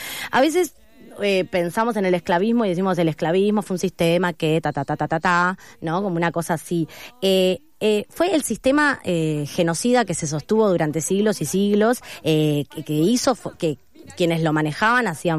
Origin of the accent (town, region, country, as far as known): Argentina